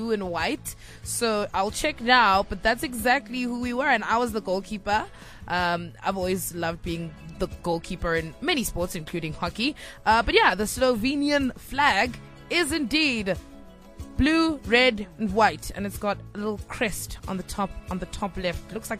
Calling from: South Africa

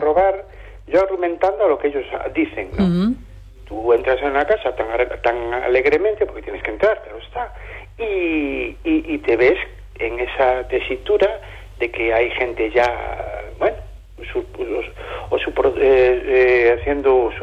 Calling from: Amoeiro, Galicia, Spain; Quería preguntar … de Amoeiro, estuve escuchando a los policías y demás.

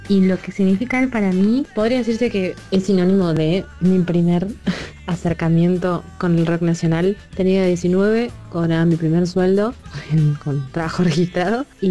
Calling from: Quilmes, Buenos Aires Province, Argentina; Hola Radio Disney … de Quilmes.

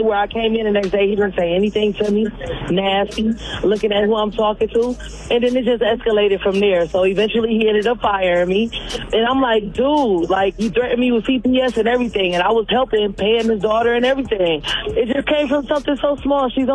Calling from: Detroit, Michigan, United States; I'm calling from Northside, Detroit.

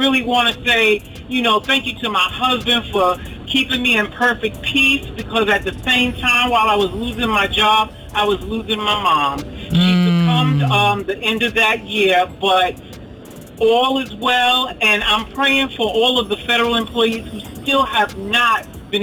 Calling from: Owings Mills, Maryland, United States; I'm calling from Owens Mills, Maryland.

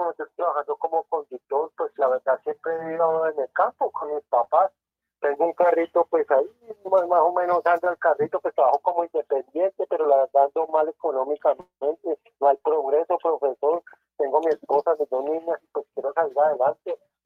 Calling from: Jenesano, Boyacá, Colombia; Ya los llamo de Genesano, Boyacá

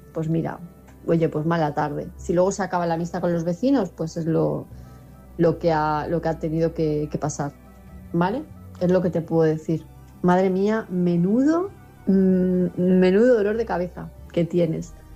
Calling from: Palma de Mallorca, Balearic Islands, Spain; de Palma de Mallorca

